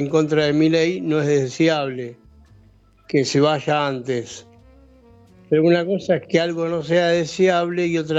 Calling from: Buenos Aires, Argentina; de Núñez.

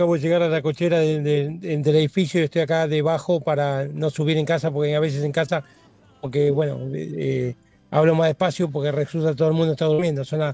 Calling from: Vicente López, Buenos Aires Province, Argentina; de Vicente López

